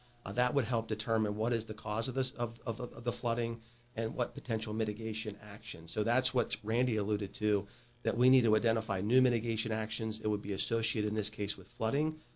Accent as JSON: {"language": "English", "region": "Pennsylvania", "country": "United States", "tie": "born or raised there", "said": "I'm from Pennsylvania, live in PA, but I grew up in rural Fulton County"}